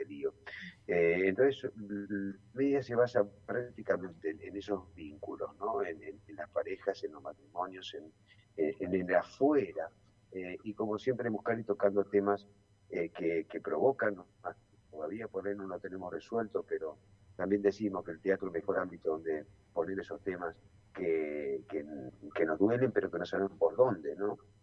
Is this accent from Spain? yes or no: no; Argentina; nos gusta a nosotros como argentinos una comedia en donde se toquen temas bravos